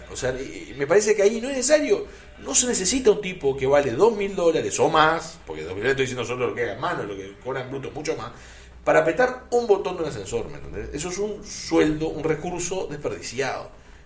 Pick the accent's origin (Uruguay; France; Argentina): Uruguay